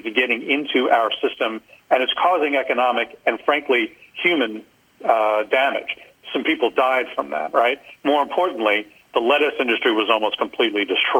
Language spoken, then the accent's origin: English; United States; as American citizens